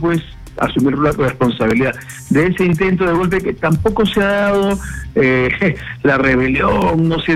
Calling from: Lima, Peru; de San Isidro.

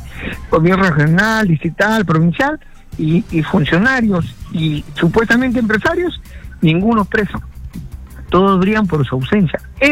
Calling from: Piura, Peru; yo hablo desde Piura

